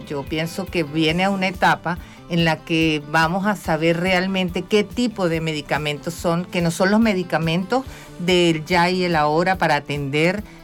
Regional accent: Caracas, Capital District, Venezuela; moved away; also born or lived in Margarita Island, Nueva Esparta; yo en realidad tengo familia en toda Venezuela. Yo soy caraqueña. Después me fui a vivir en el 98, me fui a vivir a la isla de Margarita, en el estado Nueva Esparta.

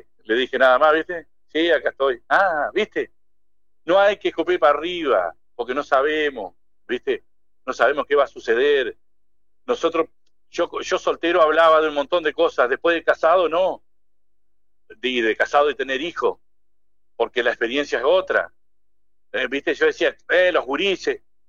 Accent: Entre Ríos, Argentina; nosotros somos argentinos y tomamos mate? Y entrerriano ni hablar

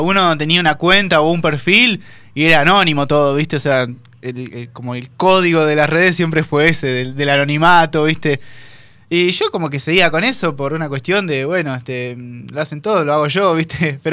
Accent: Paraná, Entre Ríos, Argentina; Sí, soy de Paraná.

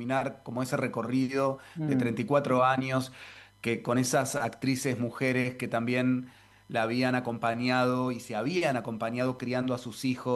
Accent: Argentina

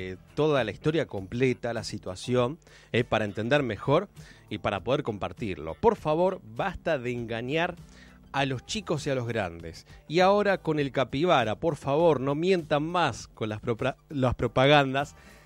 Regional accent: Cipolletti, Río Negro, Argentina; de Cipolletti del barrio San Pablo.

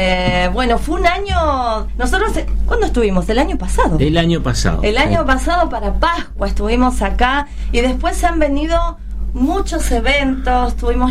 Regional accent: Buenos Aires, Argentina; Para nosotros como porteños, porque bueno, estamos viviendo acá, pero bueno, sabemos que tenemos nuestra sangre de Santiago

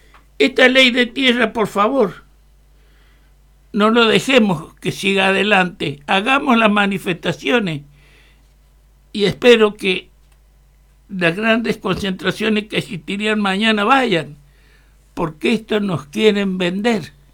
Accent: Argentina

